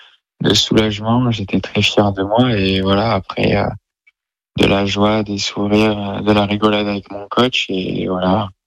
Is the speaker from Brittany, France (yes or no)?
no; Velleron, Provence-Alpes-Côte d'Azur, France; Velleron, c'est une partie de moi aussi, et bien sûr que bah, je suis fier de pouvoir représenter un petit village comme ça au monde entier.